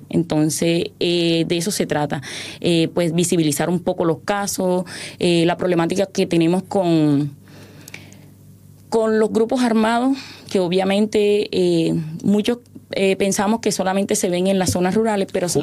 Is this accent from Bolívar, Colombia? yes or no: yes; Cartagena, Bolívar, Colombia; vengo de la ciudad de Cartagena.